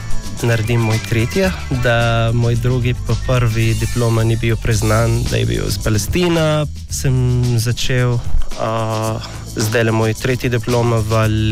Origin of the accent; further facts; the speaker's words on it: Sanaa, Amanat Al Asimah, Yemen; born there; Slovenian is a second language; moved away; also born or lived in Egypt / Gaza; Sem rojen v Jemnu, v Sana, pa pol vojne je začetek v Jemen, pa sem dobil neki bolet, pa zato smo šli van, jaz pa moja družina, od Jemen do Egipt